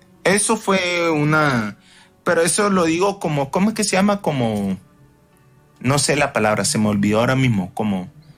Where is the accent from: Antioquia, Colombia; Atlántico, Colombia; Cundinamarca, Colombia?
Atlántico, Colombia; Barranquilla; moved away; yo ahora mismo no vivo en Barranquilla